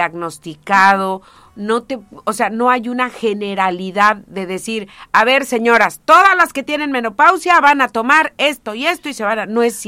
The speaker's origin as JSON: {"language": "Spanish", "country": "Mexico", "said": "Nosotros en nuestro país, México, que amo mi tierra y mi gente"}